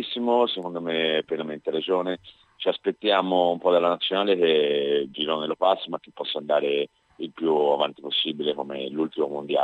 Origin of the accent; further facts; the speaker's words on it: Colombia; Italian is a second language; now in Italy; ovviamente la Colombia è il mio cuore, è il mio sangue, l'Italia però è dove vivo, quindi dove è nata mia figlia, tutto quanto, quindi diciamo sono come due nazionali di casa.